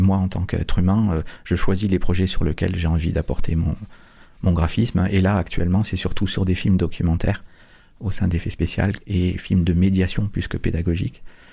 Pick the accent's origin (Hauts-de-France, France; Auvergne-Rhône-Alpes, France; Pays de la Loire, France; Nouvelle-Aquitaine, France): Nouvelle-Aquitaine, France; Pau; now in Montpellier, France; Ah non, je suis du Palois, donc je suis béarnais de l'autre côté de la France.